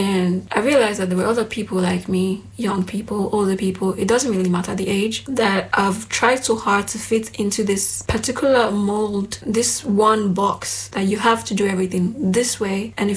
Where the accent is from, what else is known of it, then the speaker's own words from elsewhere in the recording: Nigeria; accent: Nigerian; English is a second language; moved away as an adult; now in Greece; I'm from Nigeria, if you could not guess from my very strong Nigerian accent.